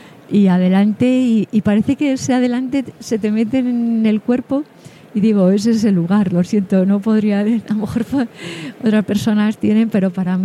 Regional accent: Salamanca, Castile and León, Spain

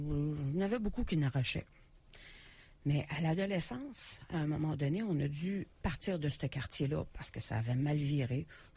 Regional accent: Montreal, Quebec, Canada; Donc, moi, j'ai grandi à Montréal, Saint-Henri.

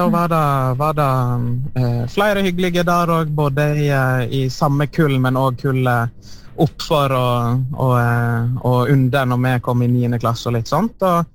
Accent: Solvorn, Vestland, Norway; moved away; Jeg vokste opp i Solvorn, perla ved Lustrafjorden.

